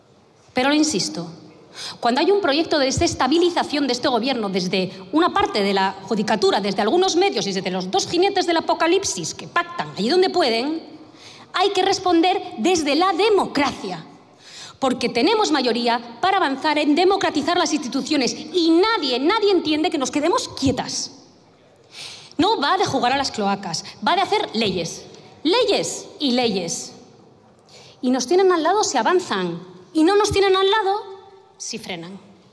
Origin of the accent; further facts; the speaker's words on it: Galicia, Spain; Señor Feijóo, soy gallega, creo que me... el acento, ¿no? Sí, soy gallega, sí.